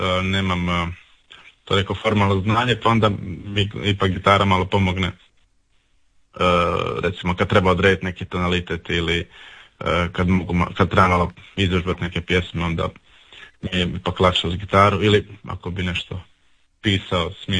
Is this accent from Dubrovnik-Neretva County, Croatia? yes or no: no; Pitomača, Virovitica-Podravina County, Croatia; moved away as an adult; also born or lived in Zagreb; now in Ljubuški, Bosnia and Herzegovina; živimo u Ljubuškom, u Hercegovini, inače pod rijetlom Podravec iz Pitomače, studirao u Zagrebu i evo sad na put doveo u Hercegovinu